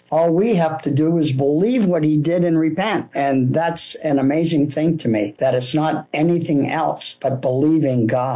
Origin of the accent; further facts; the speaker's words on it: Essex, Massachusetts, United States; I grew up in Essex here on the North Shore of Boston, and I've served several Methodist churches here all on the North Shore of Boston.